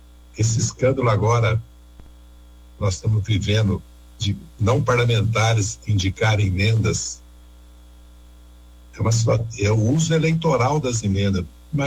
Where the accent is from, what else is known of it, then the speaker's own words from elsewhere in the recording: Passa Quatro, Minas Gerais, Brazil; eu nasci aí perto, em Passa Quatro, sou do Vale do Paraíba, tenho família aí no Vale do Paraíba.